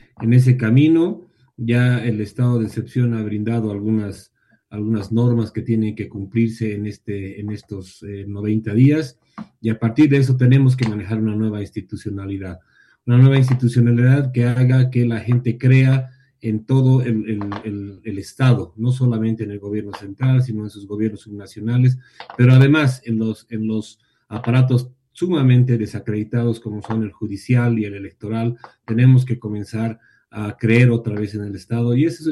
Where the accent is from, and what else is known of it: Bolivia